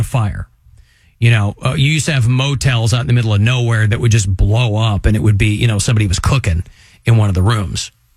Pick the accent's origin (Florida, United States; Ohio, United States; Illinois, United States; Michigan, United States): Illinois, United States; moved away; also born or lived in Pennsylvania; When I was growing up in Illinois